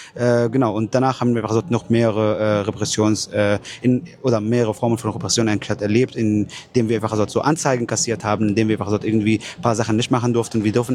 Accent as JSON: {"language": "German", "country": "Palestine", "said": "weil die Palästinenser beziehungsweise ich auch als Palästinenser haben das Recht eigentlich auf Rückkehr nach Palästina"}